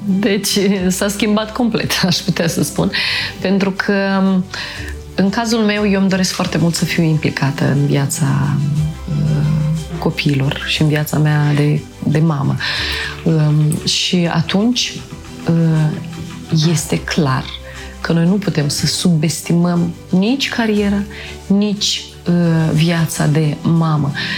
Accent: Moldova; born or raised there

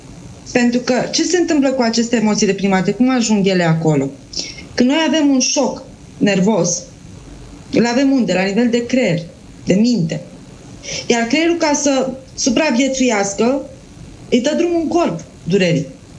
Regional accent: Bucharest, Romania; Eu fiind în București, eu sunt din București.

